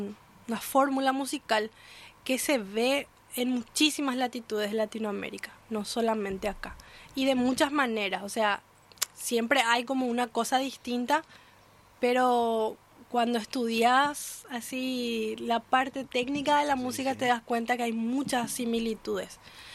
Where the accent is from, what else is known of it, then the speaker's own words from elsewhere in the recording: Asunción, Paraguay; born there; Yo soy asuncena, o sea, yo nací en Asunción, pero mi mamá y toda mi familia, aparte de mi mamá, son de Altos, ¿verdad? Específicamente de Itabasa.